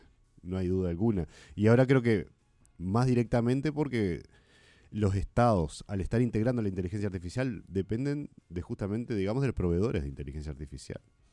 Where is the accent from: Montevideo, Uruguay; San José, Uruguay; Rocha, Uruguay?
Rocha, Uruguay; also born or lived in La Paloma; now in Balizas, Uruguay; Soy oriundo de Rocha.